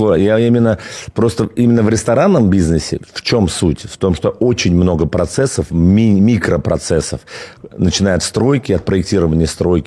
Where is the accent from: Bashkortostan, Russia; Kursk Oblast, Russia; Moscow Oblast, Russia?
Moscow Oblast, Russia; Khimki; ну я родился в Химках, это Подмосковье, на Левом берегу, в частности, да, это такой подмосковный район, ну, прям сразу за кольцевой дорогой